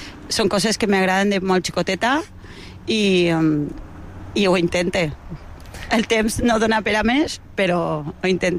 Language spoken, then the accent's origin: Catalan; Argentina; first language Spanish; Catalan is a second language; now in Valencian Community, Spain; el fet de que soc argentina